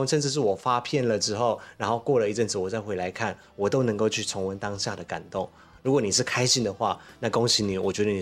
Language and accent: Chinese; Malaysia; now in Taiwan; 我是马来西亚人嘛，所以对于我来说，我在新竹的生活，我在台北的生活